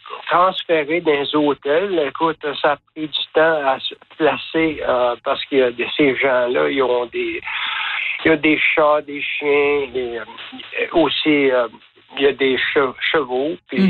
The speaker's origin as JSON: {"language": "French", "region": "Quebec", "country": "Canada", "tie": "born there", "moved": "yes", "lives_now": "British Columbia, Canada", "said": "Je suis né au Québec. Puis, mais ça fait depuis 1980 que je suis ici, en Colombie-Britannique."}